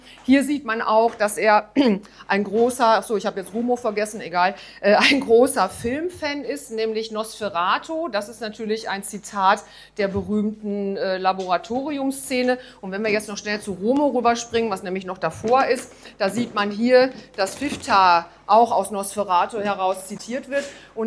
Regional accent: North Rhine-Westphalia, Germany; ich bin gebürtig aus dem Sauerland, das ist so eine Waldgegend in Nordrhein-Westfalen

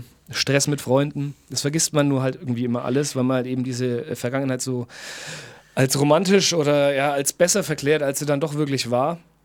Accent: Wachendorf, Germany; Auf der Rückseite ist ein Baum, der steht in meinem Heimatdorf, in Wachendorf.

